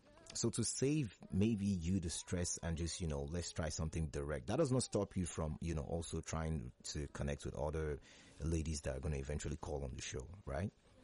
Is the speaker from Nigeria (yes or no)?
yes; Nigeria; Me, I am a Nigerian man.